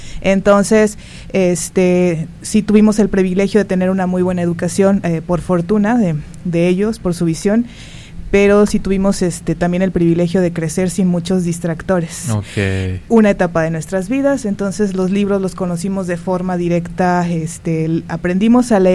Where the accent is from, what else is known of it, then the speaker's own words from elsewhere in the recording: Nayarit, Mexico; Yo soy originaria de Refilión, es un ranchito ahí cerca de Compostela, 15 minutos antes, no sé si por ahí alguna vez lo han visto. Está cerca del río.